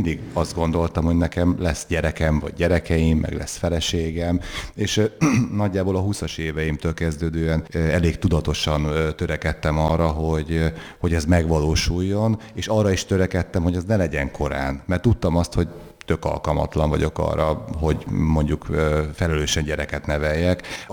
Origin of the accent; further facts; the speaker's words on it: Békés, Hungary; falun nőttem föl, Délbékésben, az Alföld pereme